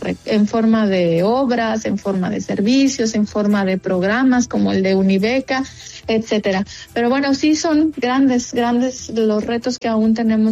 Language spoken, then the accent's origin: Spanish; Mexico; podemos aportar como mexicanos.